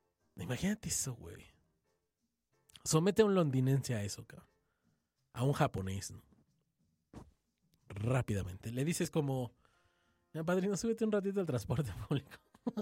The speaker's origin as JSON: {"language": "Spanish", "country": "Mexico"}